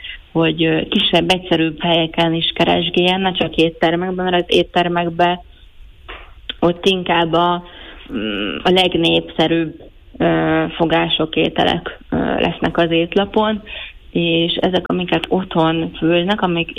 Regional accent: Hungary; now in Naples, Italy; magyarként más reflexeink vannak

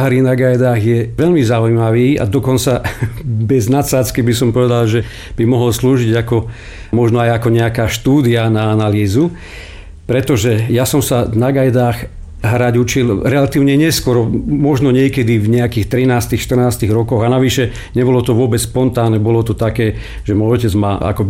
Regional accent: Zlaté Moravce, Nitra Region, Slovakia; also born or lived in Veľká Lehota; Som mal 5 rokov, keď sme sa z mojho rodiska, z Veľkej Lehoty odsťahovali do Zlatých Moraviec

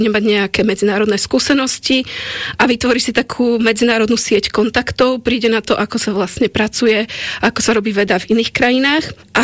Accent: Bratislava, Bratislava Region, Slovakia; pochádzam z Bratislavy, narodila som sa Bratislava 1, rovno na Zochovej nemocnici.

